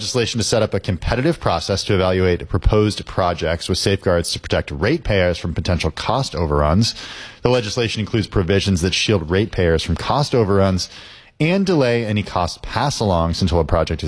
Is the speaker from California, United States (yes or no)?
yes; California, United States; I grew up near the Diablo Canyon nuclear power plant on the Central Coast of California.